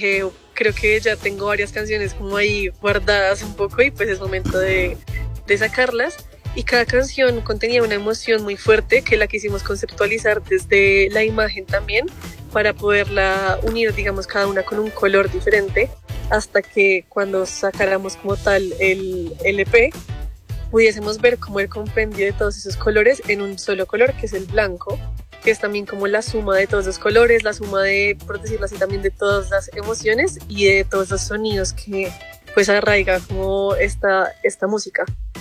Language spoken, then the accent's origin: Spanish; Bogotá, Colombia; Soy de Bogotá, de Colombia, como nos contaba Joan.